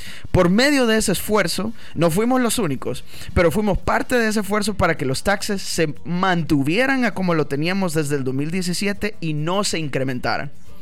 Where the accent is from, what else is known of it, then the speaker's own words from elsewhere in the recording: El Salvador; Yo soy de El Salvador.